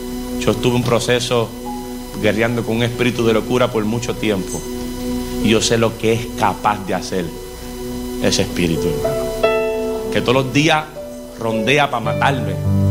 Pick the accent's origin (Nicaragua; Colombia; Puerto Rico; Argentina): Puerto Rico; los que son americanos como yo, puertorriqueños